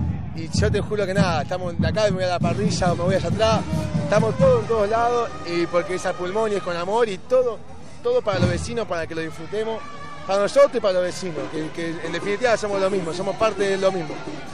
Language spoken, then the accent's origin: Spanish; Buenos Aires, Argentina; born there; yo nací en Pompeya y Parque Patricio, somos pegados, somos casi lo mismo.